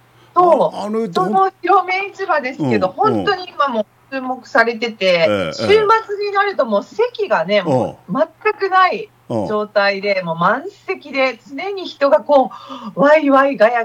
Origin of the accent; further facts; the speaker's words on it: Kochi, Japan; now in Osaka, Japan; 私普段ね、大阪で生活してても、うん、あの高知出身なんですって言ったら、